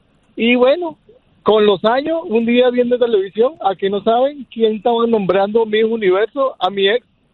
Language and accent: Spanish; Maracay, Aragua, Venezuela; Sí, en Maracay, claro, sí. Yo soy venezolano.